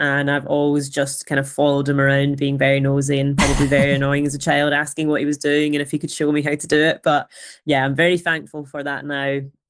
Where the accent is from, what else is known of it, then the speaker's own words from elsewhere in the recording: Glasgow, Scotland, United Kingdom; I grew up in Glasgow, but Italian heritage.